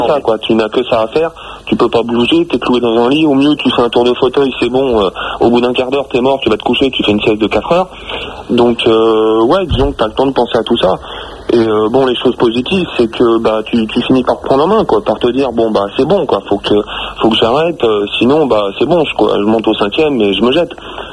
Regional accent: Chelles, Île-de-France, France; Moi je suis de Chelles, donc c'est n'est pas.

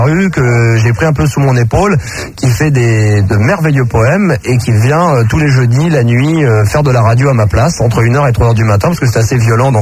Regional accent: Versailles, Île-de-France, France; born there

